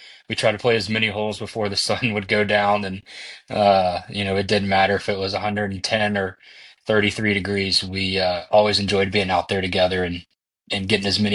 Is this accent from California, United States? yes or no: no; Mountain Brook, Alabama, United States; I did. Yep. I grew up obviously in Mountain Brook, when Mountain Brook High School.